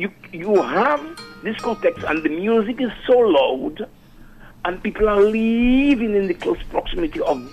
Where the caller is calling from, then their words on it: Guadeloupe; where I'm calling from Guadeloupe